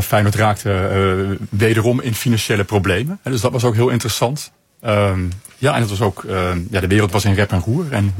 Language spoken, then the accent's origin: Dutch; Alkmaar, North Holland, Netherlands; Ik ben opgegroeid in Alkmaar